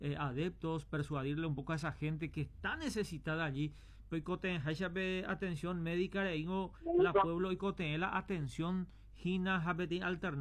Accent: Paraguay; somos paraguayos, con cédula de identidad

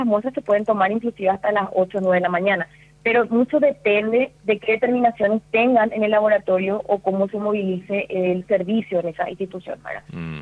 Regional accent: Paraguay; antes somos paraguayos y patriotas y después somos profesionales de blanco

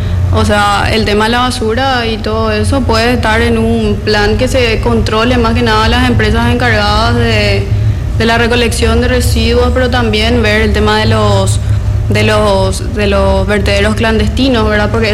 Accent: Luque, Central, Paraguay; Yo soy de Laurelte

